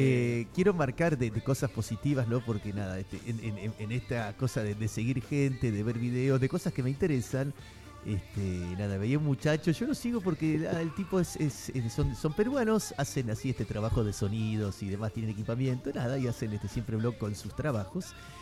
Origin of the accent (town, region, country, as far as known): Argentina